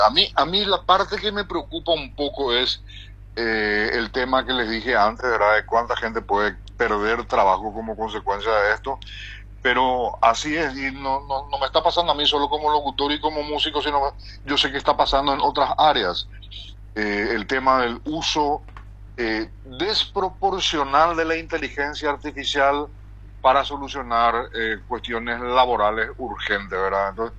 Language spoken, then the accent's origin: Spanish; Paraguay